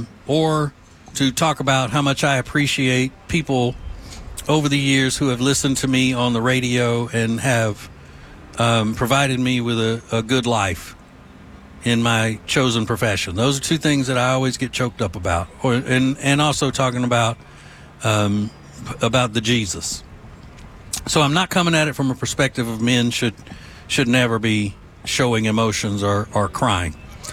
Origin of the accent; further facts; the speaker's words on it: Louisiana, United States; I am a huge LSU fan because I was raised in Louisiana.